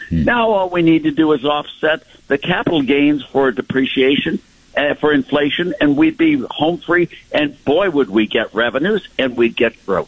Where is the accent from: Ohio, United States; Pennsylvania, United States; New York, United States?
Ohio, United States; You know, I he's from my home state of Ohio.